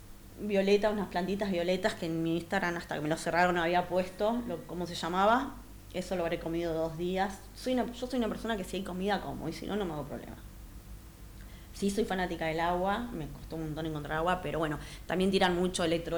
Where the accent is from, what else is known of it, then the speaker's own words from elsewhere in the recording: Argentina; moved away; also born or lived in Mexico; hoy en mi país me están dando la espalda como nunca me lo imaginé.